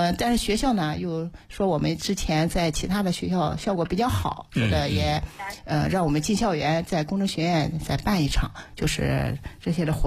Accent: Xuzhou, Jiangsu, China; 另外呢，我们徐州人还有一个老同昌茶庄

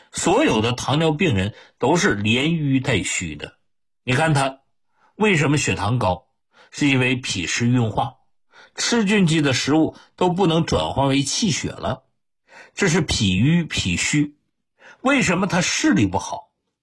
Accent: China; 不像是我们中国人特别善于归纳总结

